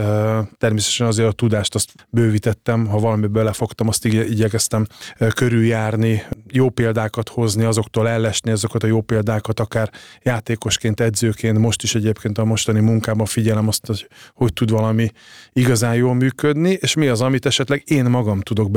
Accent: Hungary; moved away as an adult; also born or lived in Italy; nem csak én, hanem jó néhány magyar társam olasz állampolgárságot vett fel abban az időben, és játszottunk olaszként

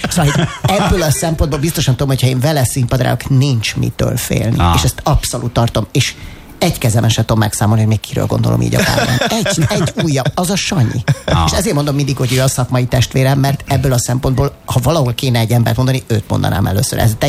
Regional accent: Budapest, Hungary; amit én már budapestiként már rég megtapasztaltam

